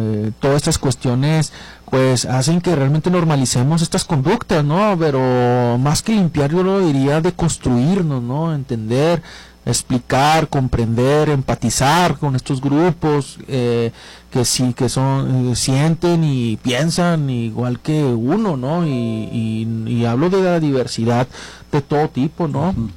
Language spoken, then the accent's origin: Spanish; Mexico; Y como mexicanos pues vemos una sociedad clasista